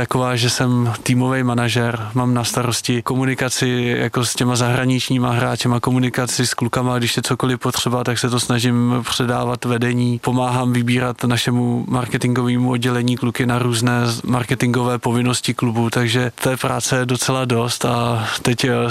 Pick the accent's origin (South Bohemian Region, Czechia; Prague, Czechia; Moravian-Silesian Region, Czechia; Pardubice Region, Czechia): Pardubice Region, Czechia; Dolní Dobrouč; Žiju v Dolní Dobroučí, odkud pocházím.